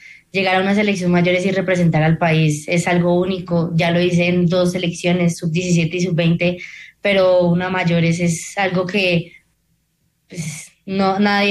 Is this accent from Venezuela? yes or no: no; Colombia; porque pues somos colombianos y pues el corazón de un colombiano es muy difícil de quebrar